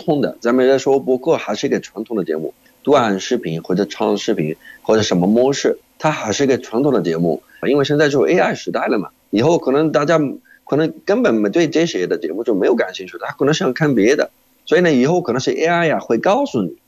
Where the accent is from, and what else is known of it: Jordan; Chinese is a second language